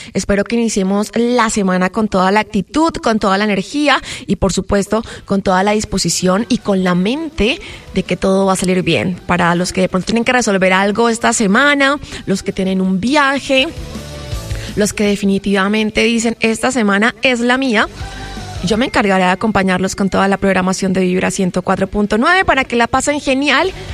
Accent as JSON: {"language": "Spanish", "town": "Cartagena", "region": "Bolívar", "country": "Colombia", "said": "me transporta un poquito como a mi tierra, a Cartagena."}